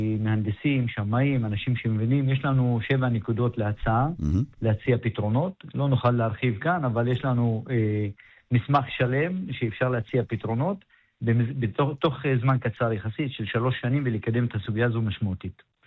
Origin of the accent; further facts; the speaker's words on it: Maghar, Northern District, Israel; אני ממרר.